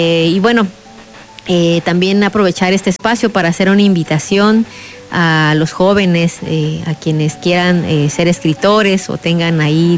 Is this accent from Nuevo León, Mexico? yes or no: no; Chiapas, Mexico; ella como oaxaqueña, yo como chiapaneca